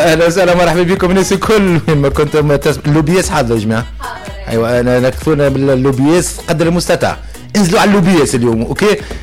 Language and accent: Arabic; Bizerte Governorate, Tunisia; انا منزل بنزرت انا بنزرت